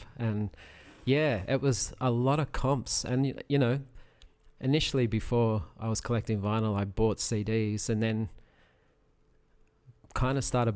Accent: Penrith, New South Wales, Australia; moved away as an adult; also born or lived in United Kingdom; Well, I mean, I come from Penrith. That's where I grew up. So just lived in the UK a couple of times.

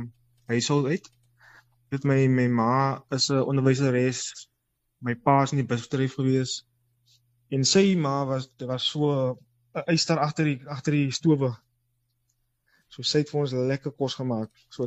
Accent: Klein Mosselbaai, Western Cape, South Africa; moved away as an adult; now in Stellenbosch, South Africa; Ek het getrek uit Klein Mosselbaai hier in tot in Stellenbosch.

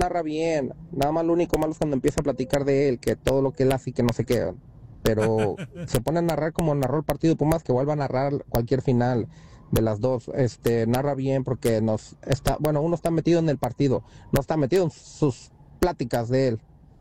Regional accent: Iguala, Guerrero, Mexico; now in Chicago, United States; yo soy de allá de Guerrero, de Iguala, Guerrero, donde está pues, el clima bien caliente todo el tiempo, está arriba de 100 grados, te puedo decir. Bueno, allá en México es como 45 por ahí

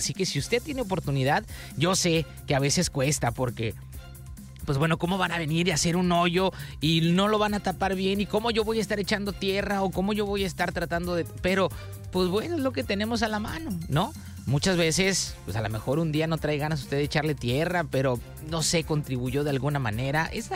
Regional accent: Mexico; así somos muchos mexicanos

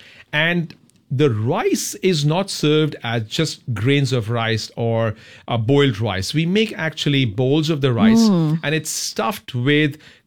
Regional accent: India

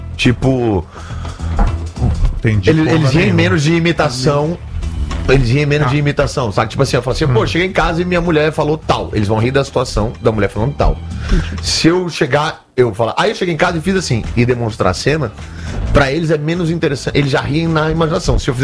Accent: Brazil; Eu sou humorista brasileiro

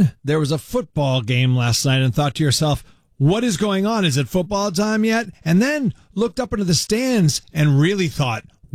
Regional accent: Massachusetts, United States; I grew up knowing it in Massachusetts

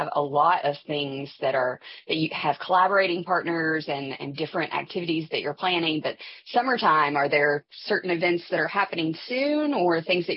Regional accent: Appalachia, United States; Because I am from Appalachian side of the state, my ideas of folk life and culture can be very different, just people who live just an hour west of me.

